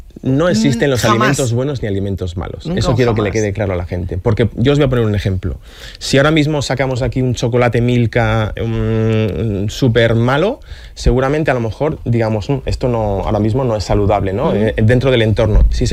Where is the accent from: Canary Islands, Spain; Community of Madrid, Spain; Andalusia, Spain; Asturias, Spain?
Asturias, Spain; now in Valencia, Spain; Yo llegué hace 9 años a Valencia y esa es una guerra perdida.